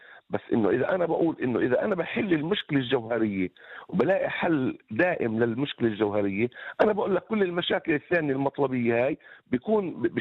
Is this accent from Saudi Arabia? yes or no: no; Israel